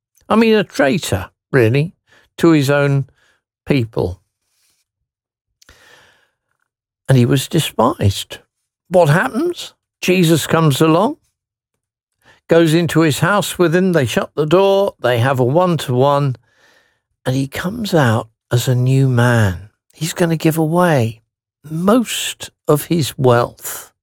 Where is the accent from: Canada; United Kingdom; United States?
United Kingdom; England; I'm an Englishman